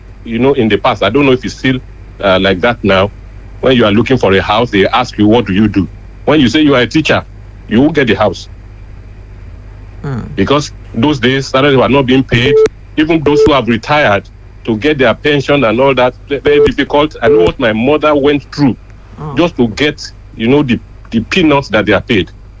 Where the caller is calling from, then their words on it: Akure, Ondo, Nigeria; I'm calling from Akure.